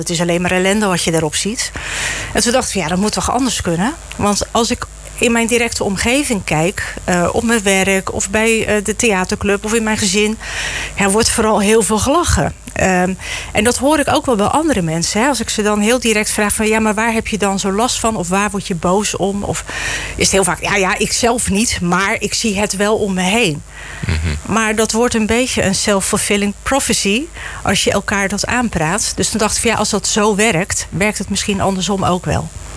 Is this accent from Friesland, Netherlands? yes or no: no; Papendrecht, South Holland, Netherlands; geboren en getogen in Papendrecht.